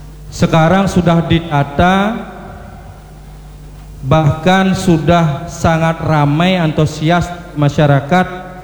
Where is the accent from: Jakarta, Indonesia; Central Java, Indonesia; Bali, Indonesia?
Bali, Indonesia; Buleleng; Karena identitas nih harus dimulai dari rasa bangga untuk menunjukkan bahwa saya orang Buleleng dengan sisi sejarahnya dan sisi historisnya.